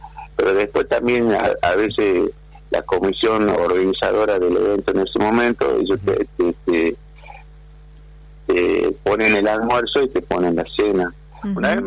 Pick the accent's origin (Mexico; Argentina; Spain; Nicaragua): Argentina; Salta